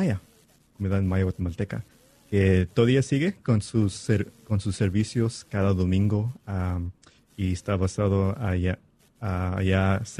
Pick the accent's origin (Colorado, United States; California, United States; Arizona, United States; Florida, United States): Arizona, United States; Mesa; sé unas palabras en Chuj, pero no mucho. Pero de allá somos. Y pues yo nací en Mesa, Arizona. Y allá también fui a la escuela y todo eso.